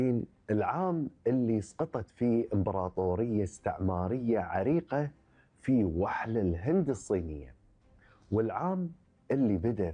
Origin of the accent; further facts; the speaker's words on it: Kuwait; ديرتنا الحبيبة الكويت